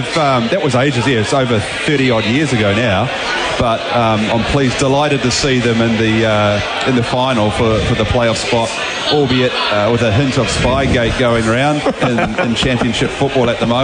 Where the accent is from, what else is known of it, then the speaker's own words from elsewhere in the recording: New Zealand; So as a Kiwi playing football, trying to get my football overseas at Hull City or in Ireland or even in Australia, it was so nice to be able to live that dream at home.